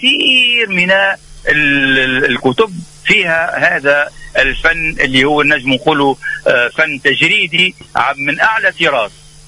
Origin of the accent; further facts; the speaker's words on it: Tunisia; من بلادنا تونس